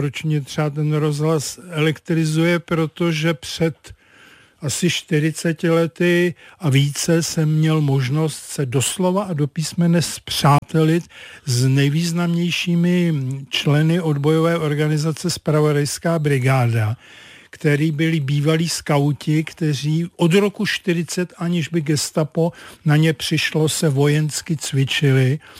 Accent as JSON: {"language": "Czech", "town": "Karlovy Vary", "region": "Karlovy Vary Region", "country": "Czechia", "said": "pocházím z Karlových Varů"}